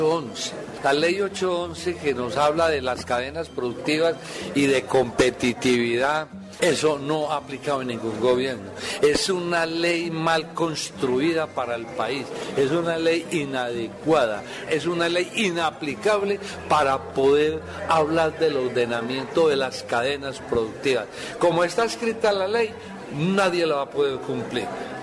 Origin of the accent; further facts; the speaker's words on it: Armenia, Quindío, Colombia; born there; Mi familia es de Caramanta, de Jardín, Antioquia. Nací en Armenia, Quindío, Cuyabo, con raíces paisas, con raíces de todo el país